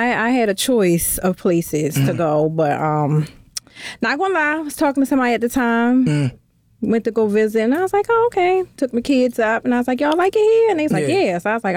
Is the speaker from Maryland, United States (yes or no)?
yes; Baltimore, Maryland, United States; now in Atlanta, United States; I was born and raised Baltimore East Side. I grew up in Sedonia.